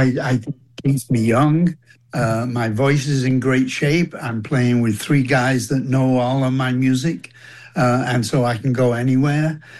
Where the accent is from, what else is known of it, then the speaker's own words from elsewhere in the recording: England, United Kingdom; moved away as an adult; now in United States; And even though I'm English, as you said, I have been an American citizen for about 50 years.